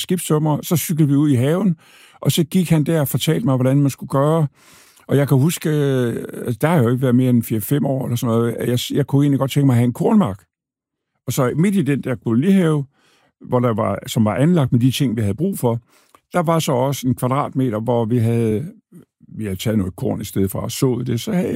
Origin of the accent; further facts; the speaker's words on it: Thy, North Denmark Region, Denmark; moved away; Bunderøv fra Thy. Det har jeg altid været.